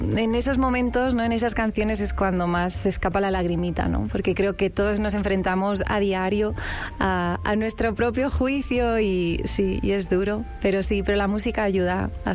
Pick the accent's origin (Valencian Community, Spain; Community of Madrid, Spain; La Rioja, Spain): Community of Madrid, Spain; Madrid